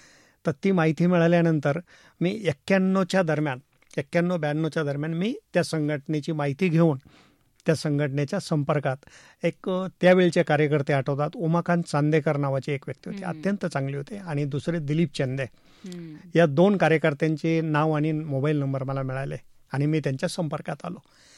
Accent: Babulwade, Maharashtra, India; first language Marathi; moved away as an adult; also born or lived in Pune; now in Ahilyanagar, India; माझ्या जीवन प्रवासाची सुरुवात जी झाली ते महाराष्ट्रातील पावनभूमी बाबुळवाडे तालुका पारनेर या ठिकाणाहून झाले.

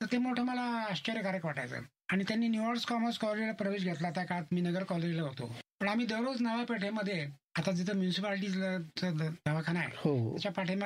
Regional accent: Maharashtra, India; also born or lived in Nevasa; माझं गाव रुद्रेश्वर देवस्थान जवळ

